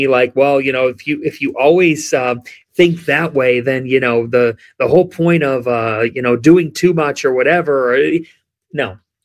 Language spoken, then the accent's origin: English; Cleveland, Ohio, United States; I don't like the pity party because I'm from Cleveland.